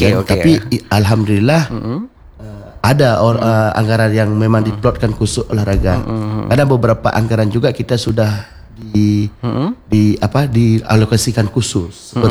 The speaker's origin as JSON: {"language": "Indonesian", "region": "Aceh", "country": "Indonesia", "said": "kita Aceh juga terdampak bencana."}